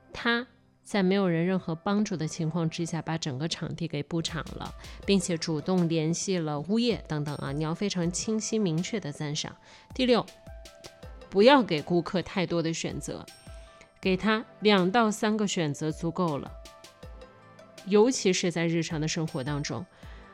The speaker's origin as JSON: {"language": "Chinese", "town": "Kaifeng", "region": "Henan", "country": "China", "tie": "born or raised there", "moved": "yes", "said": "从新郑机场到我的老家开封还有1个小时的时间"}